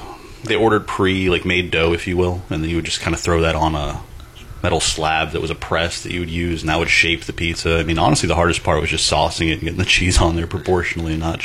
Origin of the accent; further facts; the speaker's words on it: Florida, United States; also born or lived in Fargo, North Dakota / Alaska; So originally I was born in Fargo, North Dakota, just like the movie. Family moved down here when I was about a year old, so I've been used to Florida heat and Florida sun for most of my life.